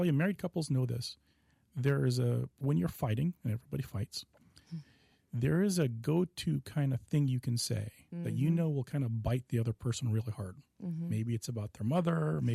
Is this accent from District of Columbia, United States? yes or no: no; Seattle, Washington, United States; I grew up in Seattle in pretty normal childhood.